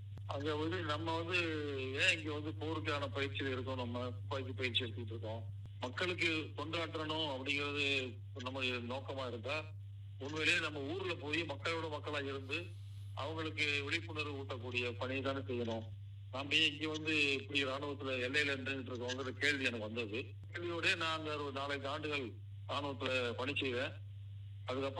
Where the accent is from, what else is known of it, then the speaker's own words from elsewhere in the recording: Nenmeni Mettupatti, Tamil Nadu, India; moved away as an adult; also born or lived in Nagalapuram / Kovilpatti; அப்பா ஊர் வந்து நன்மேனி மேட்டுப்பட்டி என்பது விருதுநகர் மாவட்டத்தில் இருக்கிற ஊரு. என்னுடைய இளமை காலம் முழுவதும் நான் நன்மேனி மேட்டுப்பட்டியில தான் நான் இருந்தேன். அங்க இருக்கக்கூடிய அரசு பள்ளியில தான் நான் படித்தேன். கல்லூரியில வந்து கோவில்பட்டியில ஜீவியன் கல்லூரியில.